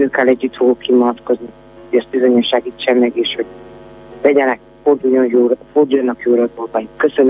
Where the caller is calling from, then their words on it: Sereď, Trnava Region, Slovakia; Én Szeredából vagyok egy mindennapos hallgató